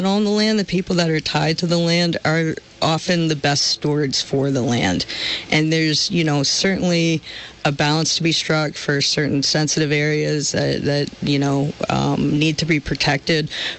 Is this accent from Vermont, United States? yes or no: yes; Barre, Vermont, United States; I grew up in Barrie. Some of the family's been there since there was a Barrie.